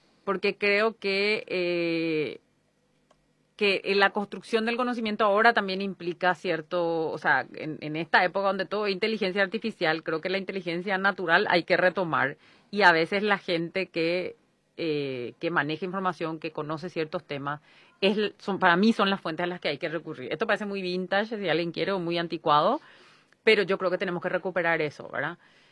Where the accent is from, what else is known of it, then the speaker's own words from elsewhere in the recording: Paraguay; siempre decimos como paraguayo y paraguaya